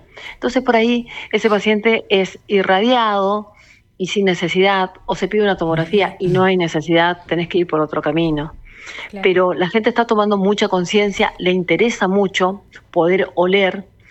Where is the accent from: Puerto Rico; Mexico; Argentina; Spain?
Argentina; Bella Vista; now in Buenos Aires, Argentina; yo soy de Bellavista, pero estoy en Buenos Aires y repartida entre Buenos Aires y Bellavista